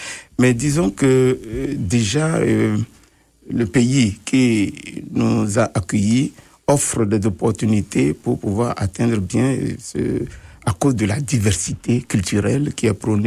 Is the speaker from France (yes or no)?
no; Togo; now in Winnipeg, Canada; en tant que Togolais.